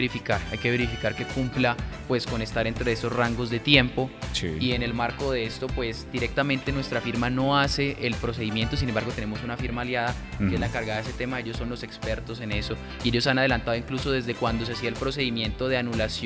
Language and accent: Spanish; Villavicencio, Meta, Colombia; tenemos origen en la ciudad de Villavicencio, pues de donde soy yo oriundo